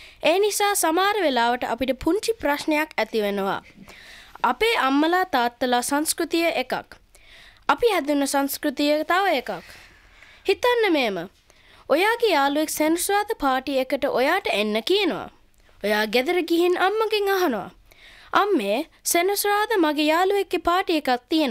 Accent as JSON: {"language": "Sinhala", "country": "Australia", "tie": "born or raised there", "said": "අපේ අම්මලා තාත්තලා ඔස්ට්‍රේලියාවට ආවේ වෙන රටක ජීවත් වෙලා. නමුත් අපි බොහෝ දෙනෙක් හැදි වැඩුනේ ඔස්ට්‍රේලියාවේ."}